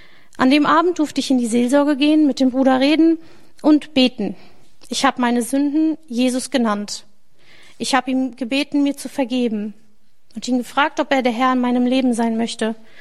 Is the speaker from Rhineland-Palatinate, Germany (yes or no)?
yes; Neuwied, Rhineland-Palatinate, Germany; born there; Ich bin in Neuwied geboren, das ist im Rheinland, und meine Eltern sind Christen.